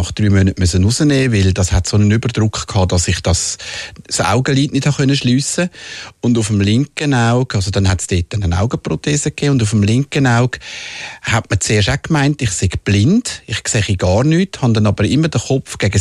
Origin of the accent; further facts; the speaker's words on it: Zurich, Switzerland; also born or lived in Winterthur; oder wo wir von Winterthur auf Zürich gezügelt sind und es im Quartier nicht mehr normal war, weil ich bin ja zuerst in Winterthur aufgewachsen, bei den ersten 7 Jahren.